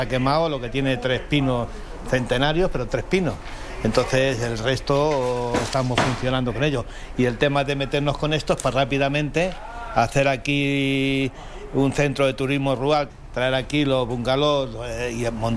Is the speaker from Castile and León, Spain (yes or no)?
yes; Casillas, Castile and León, Spain; yo soy de Casillas, un pueblo que además han parado el fuego